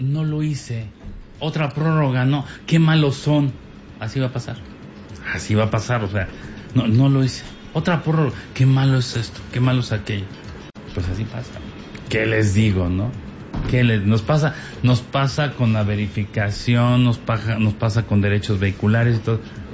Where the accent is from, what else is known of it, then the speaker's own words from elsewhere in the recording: Mexico; Pues creo que es que somos buenos mexicanos, buenísimos mexicanos.